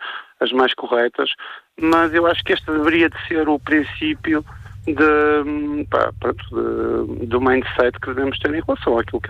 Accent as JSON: {"language": "Portuguese", "country": "Portugal"}